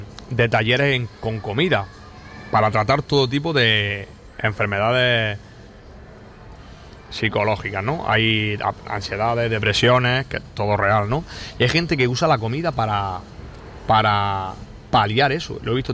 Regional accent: Almería, Andalusia, Spain; soy de Almería

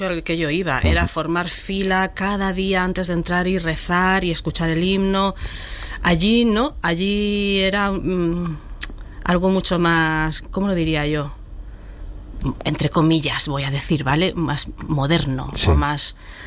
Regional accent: Albox, Andalusia, Spain; Yo considero que me he formado como persona, mi adolescencia todo en Albox. Adoro Andalucía, me considero andaluza.

